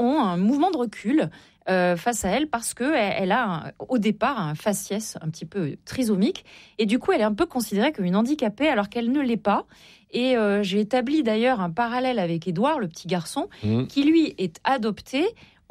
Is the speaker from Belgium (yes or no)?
no; Auvergne-Rhône-Alpes, France; Donc, je suis auvergnate et mes parents, lorsque nous étions enfants, dans les années 70, souhaitaient nous montrer autre chose que la campagne